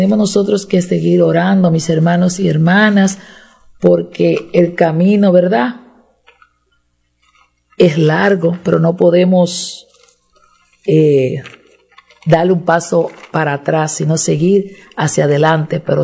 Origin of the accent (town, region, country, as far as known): Dominican Republic